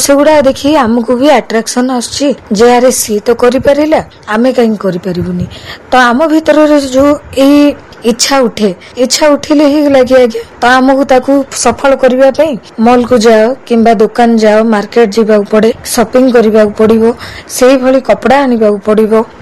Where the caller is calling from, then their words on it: Jeypore, Odisha, India; ମୁଁ ଜୟପୁରର ଏକ ବାସିନ୍ଦା।